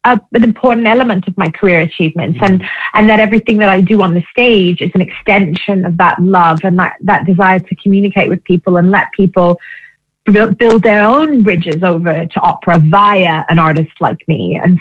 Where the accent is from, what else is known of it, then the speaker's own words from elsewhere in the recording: Melbourne, Victoria, Australia; moved away; I'm from Melbourne.